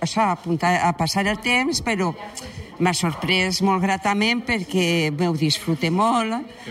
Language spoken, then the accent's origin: Catalan; Bellreguard, Valencian Community, Spain; Jo de Bellreguard.